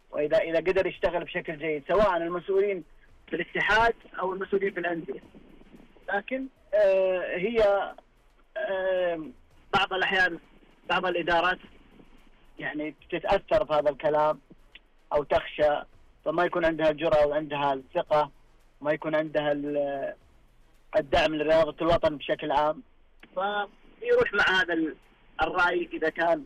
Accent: Saudi Arabia; وأنا مدرب سعودي

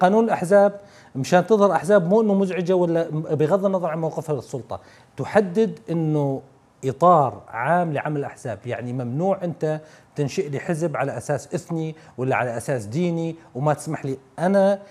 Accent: Qamishli, Al-Hasakah Governorate, Syria; احكي لك انا ابن القامشلي، كم حزب كردي ظهر في الثورة على سبيل المثال؟

